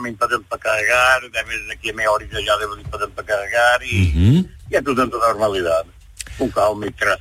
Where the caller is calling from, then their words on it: Vila Nova de Gaia, Porto, Portugal; Eu sou de Arcozelo, pé da água de Arcozelo.